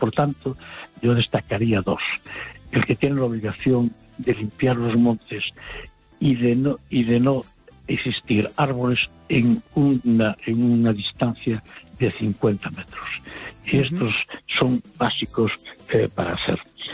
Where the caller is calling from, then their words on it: Madrid, Community of Madrid, Spain; de Madrid.